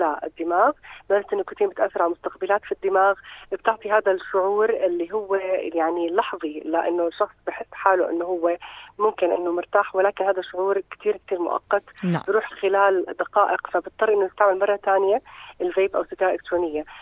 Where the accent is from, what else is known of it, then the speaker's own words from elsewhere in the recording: Jordan; عندنا بالاردن